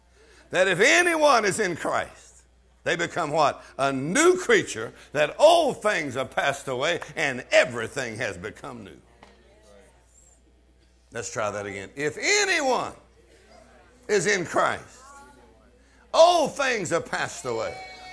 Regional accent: Texas, United States; I wasn't there. I'm from Texas. I wasn't there.

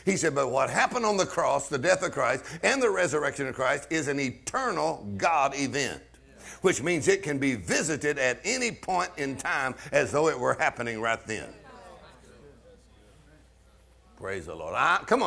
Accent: Texas, United States; I wasn't there. I'm from Texas. I wasn't there.

